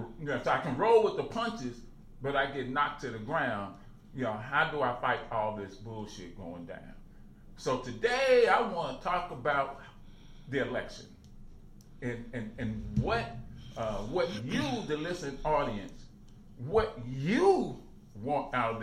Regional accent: Chicago, Illinois, United States; this current president, he reminds me of growing up in Chicago, going on a street corner, and you got somebody selling everything out there, Trump.

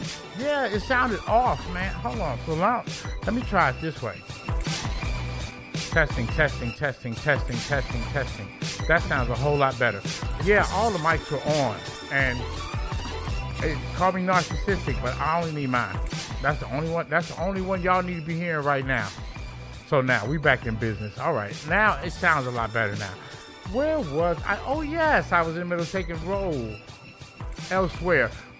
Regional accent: Chicago, Illinois, United States; Gotta give a shout-out to my peoples in my hometown, Chi-Town.

